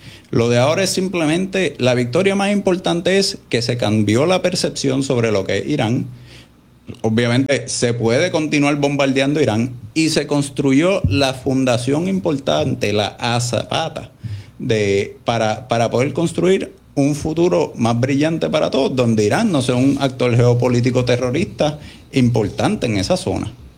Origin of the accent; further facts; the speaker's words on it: Puerto Rico; nosotros no estemos dispuestos como gente, como puertorriqueños, después como americanos y como civilización occidental cristiana